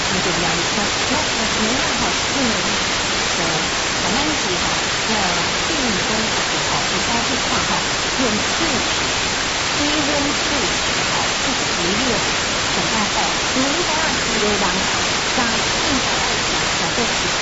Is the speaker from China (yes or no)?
no; Taiwan; 咱们台湾人的口味